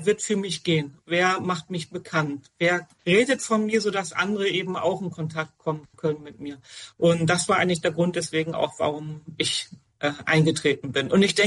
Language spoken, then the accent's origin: German; Hamburg, Germany; now in Münster, Germany